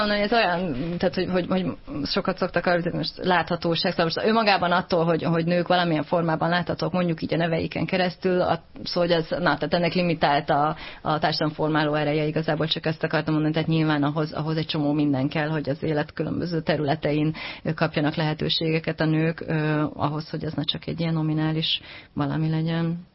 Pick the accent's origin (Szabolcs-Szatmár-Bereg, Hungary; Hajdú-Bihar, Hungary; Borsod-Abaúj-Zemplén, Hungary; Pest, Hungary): Pest, Hungary; Gödöllő; Gödöllőiként